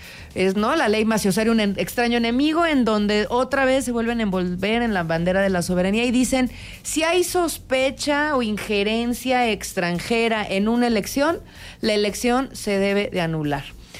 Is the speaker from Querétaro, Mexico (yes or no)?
yes; Querétaro, Mexico; Yo soy queretana